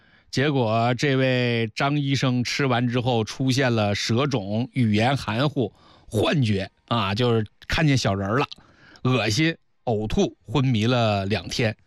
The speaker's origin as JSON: {"language": "Chinese", "region": "Zhejiang", "country": "China"}